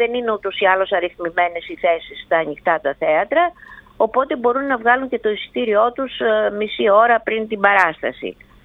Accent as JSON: {"language": "Greek", "town": "Kissos", "region": "Thessaly", "country": "Greece", "said": "το χωριό μου, Κισός, στο Πύλιο."}